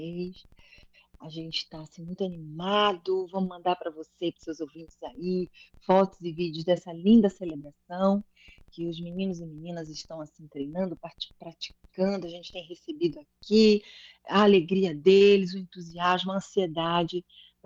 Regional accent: Northeast Brazil, Brazil; a gente carrega na nossa pele, na nossa fala, no nosso sotaque, na nosso jeito de ser brasileiro e nordestino para o mundo.

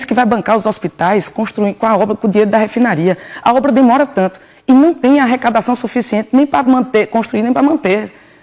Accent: Caruaru, Pernambuco, Brazil; Morro no Recife, seja lá na minha cidade de Caruaru

